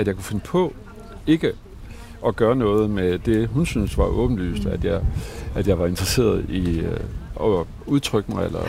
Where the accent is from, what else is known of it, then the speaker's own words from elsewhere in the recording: Tarm, Central Denmark Region, Denmark; born there; jeg har min gamle kortklub fra gymnasiet i Tarm